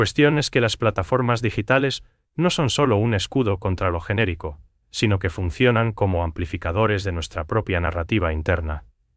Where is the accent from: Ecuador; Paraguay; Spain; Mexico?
Paraguay; nuestra identidad como pueblo paraguayo